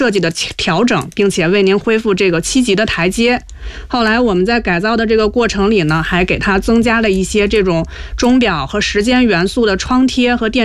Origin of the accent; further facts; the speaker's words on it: Beijing, China; 我也是北京长大的小孩呀